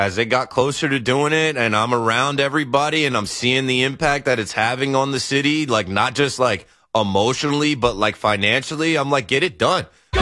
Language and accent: English; New Jersey, United States; I'm from New Jersey